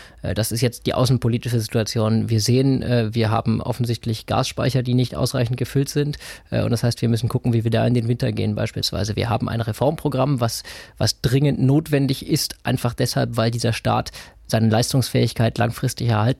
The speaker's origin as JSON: {"language": "German", "region": "Brandenburg", "country": "Germany", "said": "Als Brandenburger kann ich werben, das haben wir gerade in Brandenburg getan."}